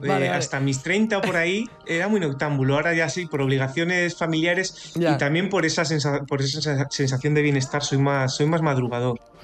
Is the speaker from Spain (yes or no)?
yes; Cantabria, Spain; yo soy de Cantabria, vivo en Cantabria, he vivido en otros sitios